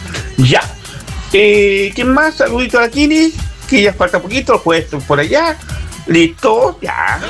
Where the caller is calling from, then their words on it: San Felipe, Valparaíso, Chile; soy el compadre de San Felipe.